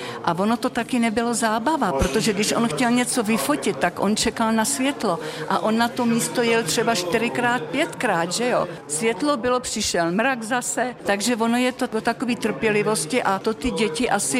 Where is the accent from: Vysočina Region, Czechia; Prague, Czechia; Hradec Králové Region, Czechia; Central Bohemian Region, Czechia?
Vysočina Region, Czechia; Jihlava; born there; moved away; also born or lived in Žďár nad Sázavou; Já jsem vyrostla v Jihlavě, tam jsme bydleli na dolech, tam byly takový dřevěný domky po Němcích, kolonie.